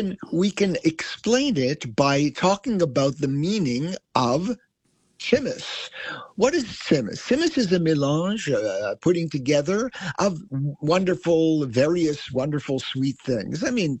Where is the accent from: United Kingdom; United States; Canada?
Canada; Montreal, Quebec; now in Vancouver, Canada; In a nutshell, I was born in Montreal. I'm a Canadian Jew and grew up there, and I'm from a rabbinical family.